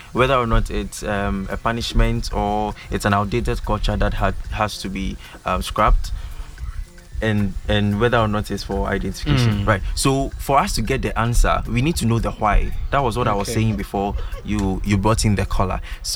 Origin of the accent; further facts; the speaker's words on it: Ghana; When you see me, you know I'm a Ghanaian.